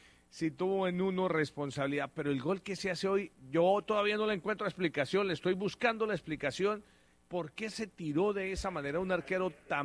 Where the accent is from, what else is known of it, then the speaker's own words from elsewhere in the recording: Colombia; el ser colombiano no quiere decir que no veamos la realidad.